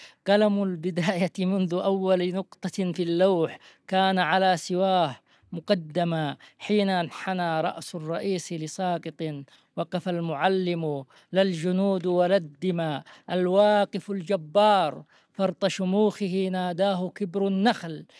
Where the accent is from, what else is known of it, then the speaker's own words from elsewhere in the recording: Yemen; أسكن في قريتي التي ولدت فيها على جبل يطل على تهامة وعلى البحر